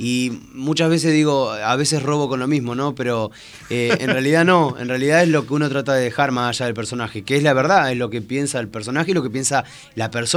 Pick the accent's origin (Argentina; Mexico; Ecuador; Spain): Argentina; Coronel Dorrego, Buenos Aires Province; moved away as an adult; now in Mar del Plata, Argentina; nacido en Coronel Dorrego y hace ya 16, 17 años que me fui para Mar del Plata por un casting también para televisión y ya me quedé allá en Mar del Plata y no me moví más.